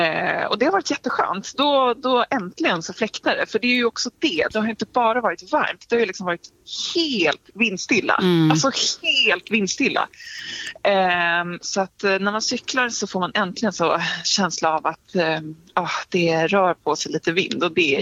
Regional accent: Sweden; Alltså som svensk, vi hade ju liksom kunnat prata om det här året ut, tror jag.

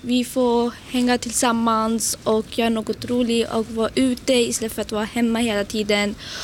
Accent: India; now in Ludvika, Sweden; jag brukar också spela det i Indien, så det, jag kommer ihåg min hemland när jag spelade.

